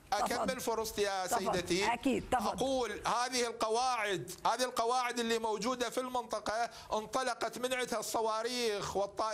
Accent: Iraq; أنا عراقي، لا أتحدث عن إيران، ليس المتحدث باسم الجمهورية الإيرانية، أنا عراقي، لكن أقول هذا القانون الدولي.

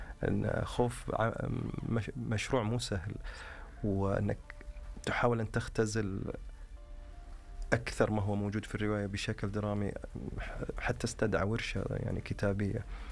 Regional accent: Saudi Arabia; لنا كسعودي كم عرب ومسلمين

